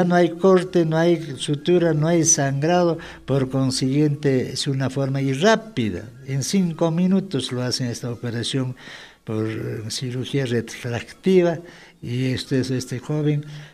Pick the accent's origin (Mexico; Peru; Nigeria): Peru; en mi tierra también, en Uifita antes